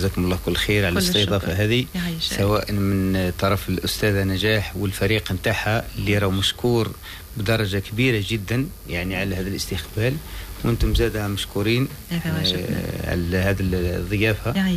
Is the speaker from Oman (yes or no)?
no; Algeria; وإحنا بصفتنا كجزائريين